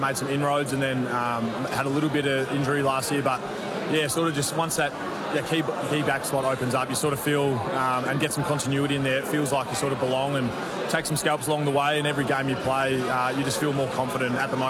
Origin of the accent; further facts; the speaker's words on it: Fremantle, Western Australia, Australia; now in Melbourne, Australia; Yeah, I'm definitely a WA boy at heart. All my family's there. My missus' family's there. We're from Freo, so that's always going to be in my heart. But I have really loved moving to Melbourne.